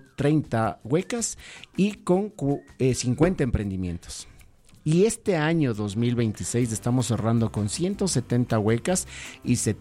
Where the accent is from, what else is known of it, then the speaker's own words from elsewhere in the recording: Quito, Pichincha, Ecuador; porque hay cosas que se han perdido como ecuatorianos, como quiteños.